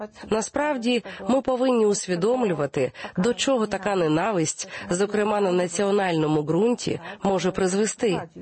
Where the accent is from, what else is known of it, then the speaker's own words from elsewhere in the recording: Poland; ми, поляки